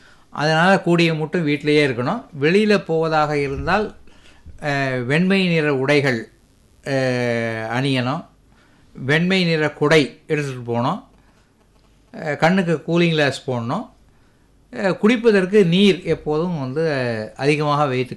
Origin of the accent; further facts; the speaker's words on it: Chennai, Tamil Nadu, India; நான் அடிப்படையில் சென்னையை சேர்ந்தவன்